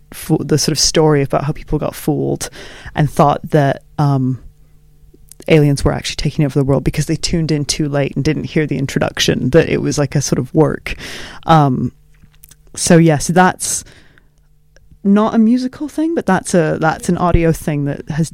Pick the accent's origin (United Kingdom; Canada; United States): Canada; and I'm from Canada, so Cirque du Soleil is like a national treasure in Canada.